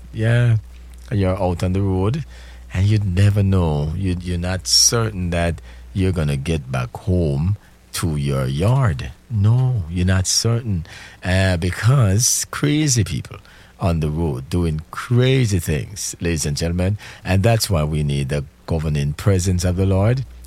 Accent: Jamaica; I am Jamaican

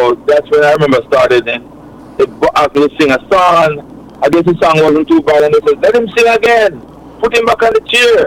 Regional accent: Colgate, Jamaica; I am from Colgate, yes.

